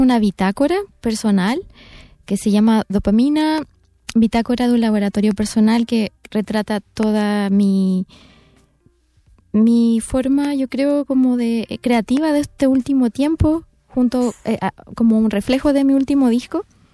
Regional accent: Valdivia, Los Ríos, Chile; moved away; mi ciudad natal, al sur de Chile, a Valdivia, a grabar el videoclip para mostrar un poco de dónde vengo, que es muy lejos.

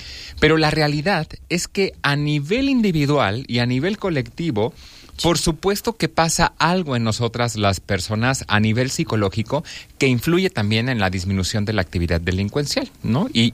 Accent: Mexico; nosotros como mexicanos

